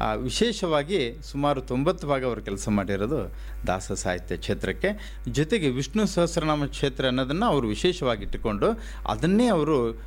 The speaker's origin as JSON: {"language": "Kannada", "area": "Raichur district", "region": "Karnataka", "country": "India"}